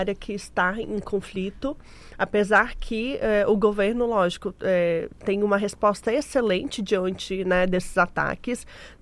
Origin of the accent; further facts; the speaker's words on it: Boa Vista, Roraima, Brazil; moved away as an adult; now in Dubai, United Arab Emirates; lá que eu acabei fixando minha residência e amo. Já não consigo, acho que voltar a morar em Boa Vista, né? Que é onde eu nasci e cresci.